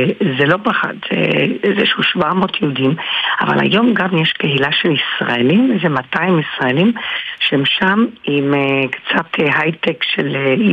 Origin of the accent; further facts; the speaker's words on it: Gibraltar; נכון, גדלתי בגיברלטר.